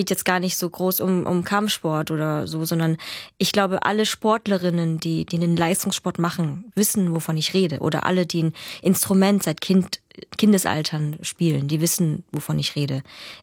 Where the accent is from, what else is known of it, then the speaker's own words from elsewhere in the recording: Chemnitz, Saxony, Germany; Da freue ich mich auch schon sehr drauf, weil das ja mein Heimatort ist und ein bisschen besonders natürlich auch, ne?